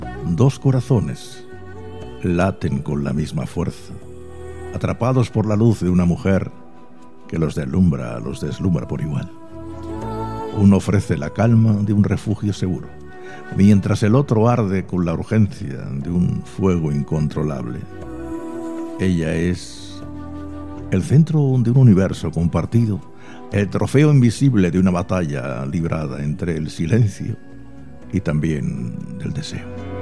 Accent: Region of Murcia, Spain; Y yo soy murciano por los cuatro costados, José.

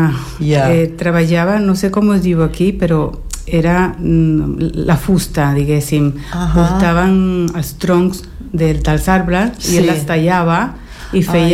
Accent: Ciudad Bolívar, Bolívar, Venezuela; Catalan is a second language; moved away as an adult; also born or lived in Caracas; now in Spain; Vaig néixer a Caracas, vaig fer la primària i batxillerat, sí, a Ciudad Bolívar.

